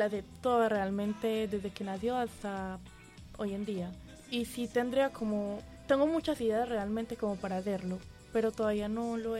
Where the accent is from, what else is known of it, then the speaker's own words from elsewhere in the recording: Medellín, Antioquia, Colombia; born there; yo estuve de chiquita en la Esteban Jaramillo.